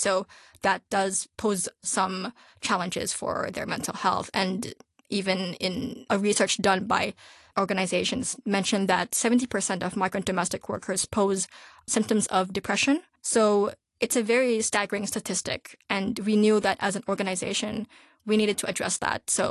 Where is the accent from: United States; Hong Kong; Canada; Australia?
Hong Kong; as a Filipino, I do feel that in a sense, I am quite privileged in the way that I'm able to adapt to the Hong Kong culture because I was raised in it. I know Chinese and I have family living here with me. I don't depend on a work visa